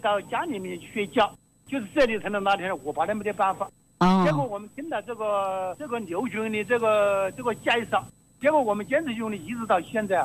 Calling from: Tianmen, Hubei, China; 我是天门。

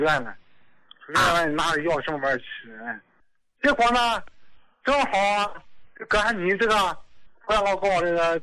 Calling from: Dalian, Liaoning, China; 我是大连的。

